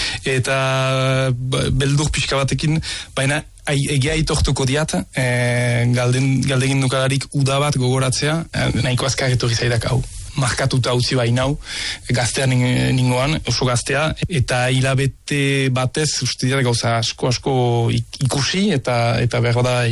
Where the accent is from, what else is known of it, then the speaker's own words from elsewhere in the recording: Donazaharre, Nouvelle-Aquitaine, France; Ez? Donazaharrekoa.